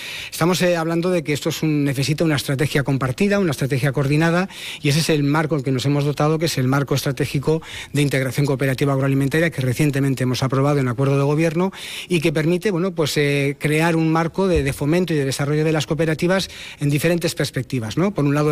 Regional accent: Navarre, Spain; Y eso es de reconocer en una tierra como Navarra, que es, todos somos de pueblo, todos venimos de las robadas

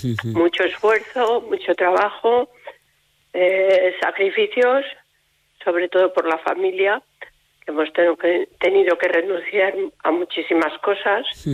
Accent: Salamanca, Castile and León, Spain; moved away as an adult; also born or lived in Vitoria; now in La Rioja, Spain; soy salmantina.

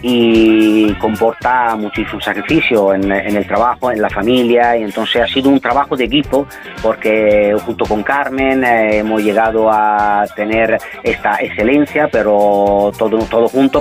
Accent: Venice, Veneto, Italy; Spanish is a second language; moved away as an adult; yo soy de origen italiana, soy nacido de Venecia, allí es donde viví en la primera parte de mi vida y donde empecé a formarme como ingeniero.

